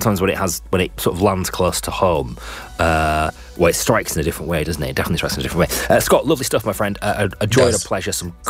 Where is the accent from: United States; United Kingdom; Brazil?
United Kingdom; the north of England; I'm far too northern for that.